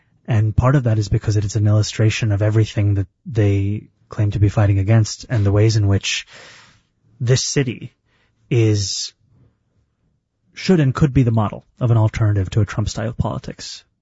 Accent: New York City, New York, United States

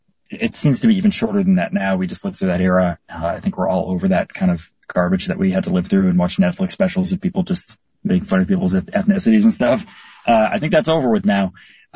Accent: Chicago, Illinois, United States; I'm from Chicago. We got, the bejesus beaten us out of us by, people. We had a Halloween parade gassed by a bunch of strangers.

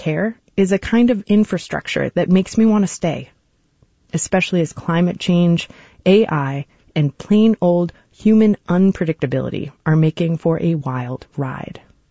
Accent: Chicago, Illinois, United States; moved away as an adult; now in San Francisco Bay Area, United States; We're from Chicago, where stark seasons kept the yearly rhythm. Here in the Bay Area

